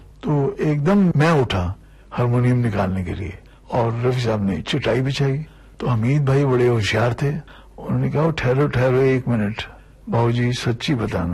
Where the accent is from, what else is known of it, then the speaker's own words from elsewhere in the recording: Amritsar, Punjab, India; मैंने कहा जी मैं पंजाब से हूँ। अरे बोले पंजाब से कहाँ से। मैं कहा जी मैं अमृतसर से हूँ।